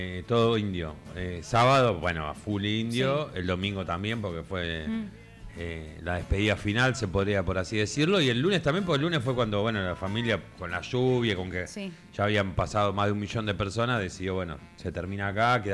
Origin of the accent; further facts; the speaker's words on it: Argentina; Usted también, venimos de Argentina.